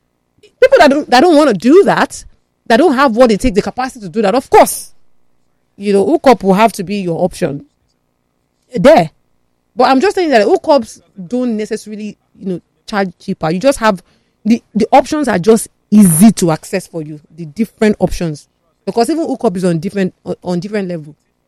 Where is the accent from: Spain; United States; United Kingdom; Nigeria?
Nigeria; me as a Nigerian woman